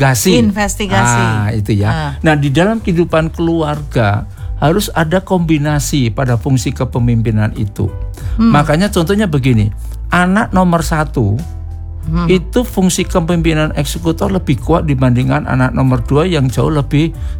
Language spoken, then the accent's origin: Indonesian; Java, Indonesia; Apalagi saya Jawa, istri saya orang Ambon.